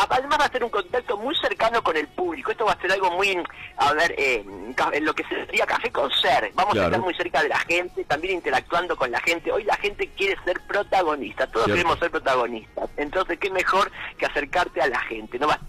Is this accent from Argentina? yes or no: yes; Argentina; somos todos argentinos, y en este mes del mundial más argentinos que nunca, somos todos argentinos.